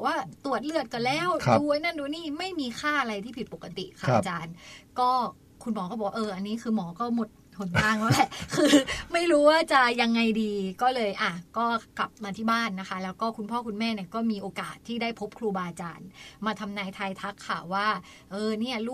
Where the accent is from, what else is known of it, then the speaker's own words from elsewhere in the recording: Nakhon Si Thammarat, Thailand; accent: Southern Thai; หนูเป็นคนจังหวัดนครศรีธรรมราช